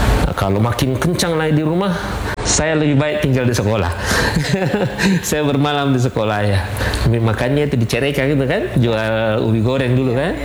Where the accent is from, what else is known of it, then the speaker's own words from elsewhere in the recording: Duri, South Sulawesi, Indonesia; also born or lived in Pinrang; satu kampung, sama-sama orang Duri.